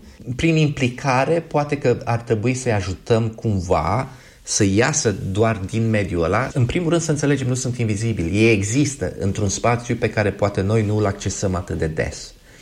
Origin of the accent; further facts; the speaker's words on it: Romania; now in United Kingdom; Mai ales ca români, îmi aduc aminte când eram copil, cum te sărutau părinții sau bunicii sau bătrânele de la sat.